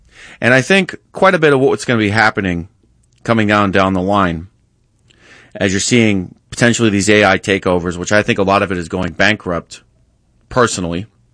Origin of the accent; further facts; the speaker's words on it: New York, United States; I've seen this type of bad behavior as a kid growing up in New York